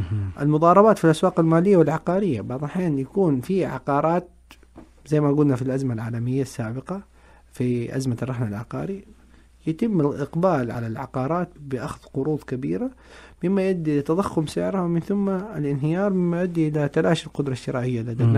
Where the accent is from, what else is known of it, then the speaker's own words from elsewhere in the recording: Saudi Arabia; عندنا في السعودية